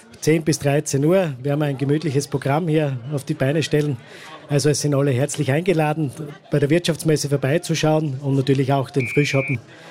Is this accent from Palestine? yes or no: no; Kirchbach, Styria, Austria; Ja genau, das ist am Annaberg bei uns in Kirchbach. Da ist eine Filialkirche, eben der heiligen Anna geweiht.